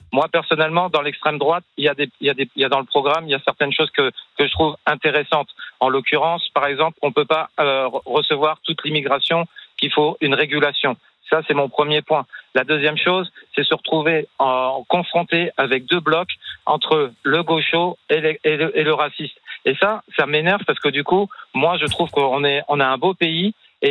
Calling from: France; Moi, je peux remonter jusqu'en 1800, moi, de mes aïeuls. Donc, moi, je peux dire que je suis un vrai Français, que je suis un Français de souche.

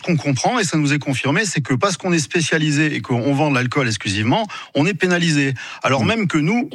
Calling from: Saint-Bonnet-le-Froid, Auvergne-Rhône-Alpes, France; je suis à Saint-Bonnet-le-Froid

